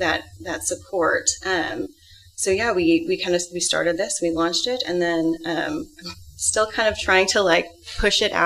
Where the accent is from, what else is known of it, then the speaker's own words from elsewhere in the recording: Philippines; And, you know, and I'm not, I'm Filipino, so mm-hmm.